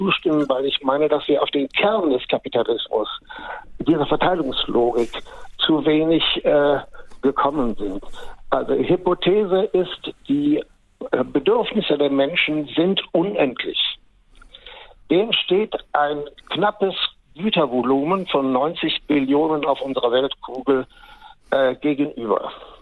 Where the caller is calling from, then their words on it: Cologne, North Rhine-Westphalia, Germany; Ich rufe aus Köln an, 83 Jahre.